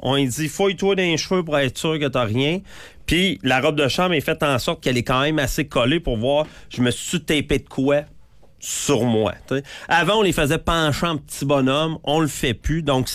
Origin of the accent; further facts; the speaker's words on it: Quebec, Canada; c'est chez nous au Québec.